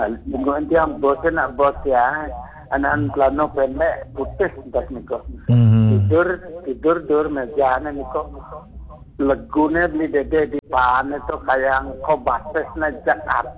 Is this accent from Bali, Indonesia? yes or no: yes; Bali, Indonesia; saya dah tahu saya orang Bali